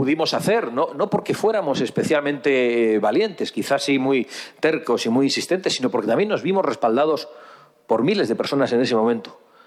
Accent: Basque Country, Spain; Aquí, en mi tierra vasca

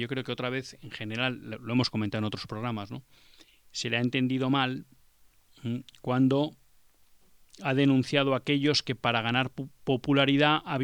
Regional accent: Spain

